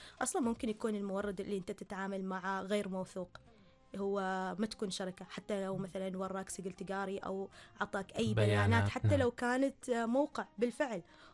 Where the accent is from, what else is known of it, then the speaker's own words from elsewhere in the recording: Oman; عندنا إحنا مثلا في دولتنا عندنا في عمان